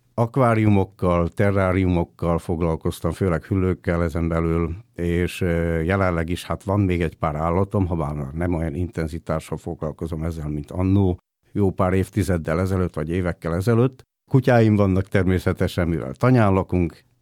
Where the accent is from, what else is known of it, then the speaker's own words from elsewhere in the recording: Rožňava, Košice Region, Slovakia; moved away; szülővárosomban, Rozsnyón